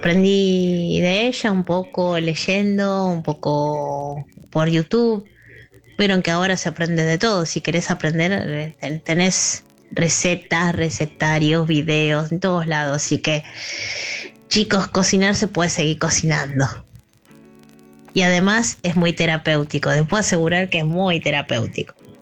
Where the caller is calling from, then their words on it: Caballito, Buenos Aires, Argentina; Bueno, gente, abrazo a todos. … de Caballito.